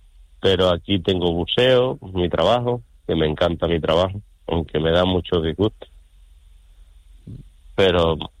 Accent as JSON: {"language": "Spanish", "town": "Lanzarote", "region": "Canary Islands", "country": "Spain", "tie": "born or raised there", "moved": "as an adult", "lives_now": "Ceuta, Spain", "said": "Mira, yo mi canarión lo tengo olvidado porque nunca prácticamente no estuve allí, me fui muy, muy joven. Mi tierra es Lanzarote. Pero la verdad es que llevo más en Ceuta que lo que viví en Lanzarote. Aquí llevo 24 años. Y me fui de Lanzarote con 19."}